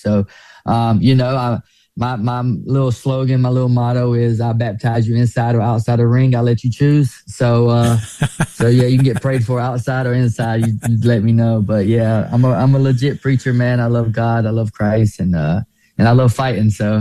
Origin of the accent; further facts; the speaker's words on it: Pembroke, North Carolina, United States; I grew up in Pembroke, North Carolina. It's pretty rough. It's still rough.